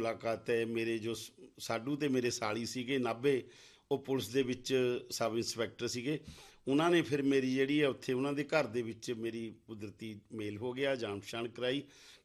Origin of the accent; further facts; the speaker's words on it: Patiala district, Punjab, India; ਮੇਰਾ ਜਨਮ ਪਿੰਡ ਮੰਡੌਰ ਤਹਿਸੀਲ ਨਾਭਾ ਜ਼ਿਲ੍ਹਾ ਪਟਿਆਲਾ ਵਿੱਚ ਹੋਇਆ ਸੀ।